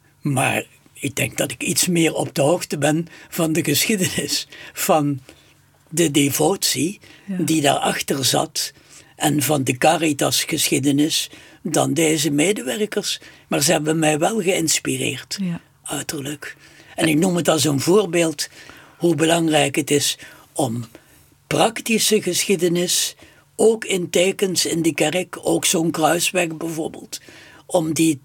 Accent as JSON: {"language": "Dutch", "country": "Netherlands", "lives_now": "'s-Hertogenbosch, Netherlands", "said": "wij zijn Nederlanders."}